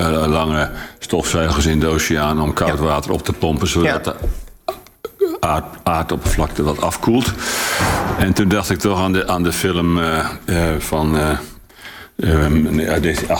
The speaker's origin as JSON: {"language": "Dutch", "town": "Emmeloord", "region": "Flevoland", "country": "Netherlands", "tie": "born or raised there", "said": "Want ik ben geboren in Emmeloord achter die afsluitdijk."}